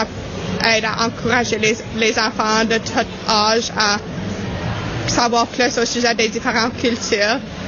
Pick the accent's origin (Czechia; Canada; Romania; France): Canada; born there; je suis la coordinatrice junior du pavillon British Isles. Ma famille vient de l'Irlande, alors je suis à moitié irlandais, alors je suis née au Canada